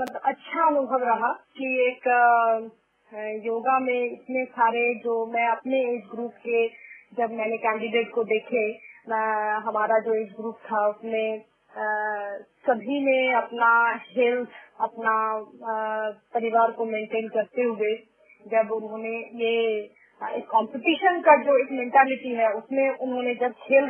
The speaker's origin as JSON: {"language": "Hindi", "region": "Jharkhand", "country": "India", "said": "Actually मैं झारखंड के ही, basically मैं झारखंड से बिलोंग करती हूँ।"}